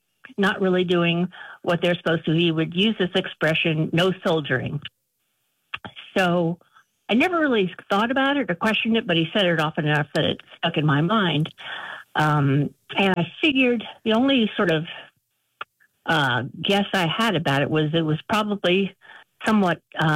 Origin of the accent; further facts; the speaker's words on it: New York, United States; now in Texas, United States; I'm a recent transplant to Texas. I grew up in New York, and lived there most of my life